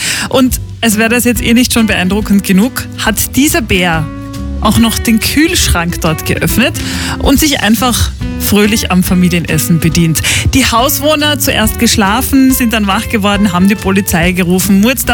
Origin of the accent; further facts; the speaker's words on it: Austria; Aber wisst ihr, an und für sich gibt es auch bei uns in Österreich Bären.